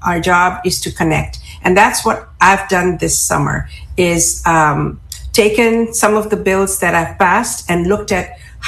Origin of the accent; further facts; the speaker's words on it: Philadelphia, Pennsylvania, United States; I'm not only a city council member, I'm a Philadelphian.